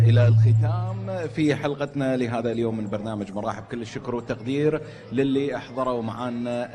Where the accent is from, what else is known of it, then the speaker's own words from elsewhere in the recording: Kuwait; وعسى الله إن شاء الله يحفظ ديرتنا الكويت.